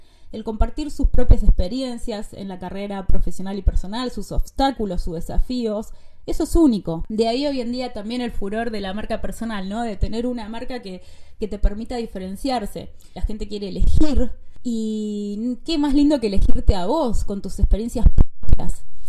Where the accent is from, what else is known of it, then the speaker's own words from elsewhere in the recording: Argentina; argentina, y estoy muy contenta de compartir este espacio con vos, desde cualquier parte del mundo donde me estés escuchando.